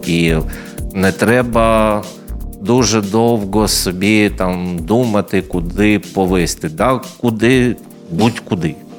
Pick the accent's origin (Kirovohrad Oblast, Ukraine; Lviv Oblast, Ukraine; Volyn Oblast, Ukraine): Lviv Oblast, Ukraine; Lviv; now in Odesa, Ukraine; я не народився в Одесі. Я зі Львова.